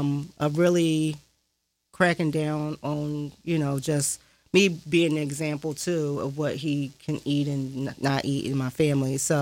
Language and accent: English; Philadelphia, Pennsylvania, United States; born there